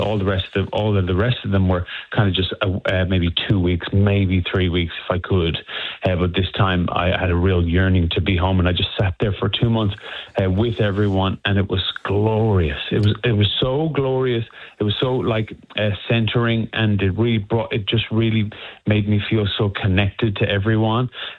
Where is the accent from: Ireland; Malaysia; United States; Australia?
Ireland; Longford, Leinster; So I'm from Longford in Ireland. So it's the very, very centre, the most central county of Ireland.